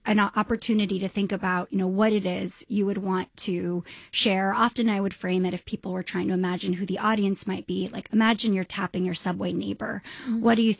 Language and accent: English; New York City, New York, United States; I mean, I was born in 1988 in St. Vincent's Hospital, which is no longer a hospital.